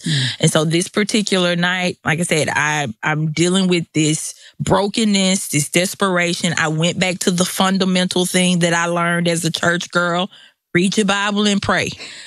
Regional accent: Mississippi, United States; accent: Southern; I grew up in a little small missionary Baptist church, and I'm from Mississippi. Like I said, you hear the Southern accent

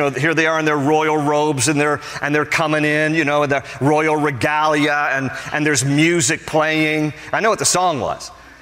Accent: West Virginia, United States; I'm from West Virginia. I can make fun of my people, ladies and gentlemen. Webster County, West Virginia.

